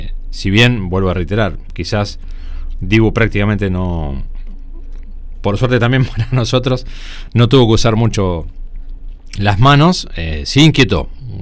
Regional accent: Argentina; uno como argentino no deja de asombrarse.

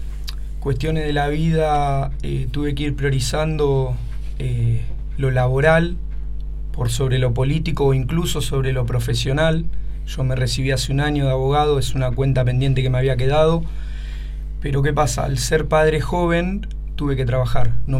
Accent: General Rodríguez, Buenos Aires Province, Argentina; soy nacido y criado acá en General Rodríguez.

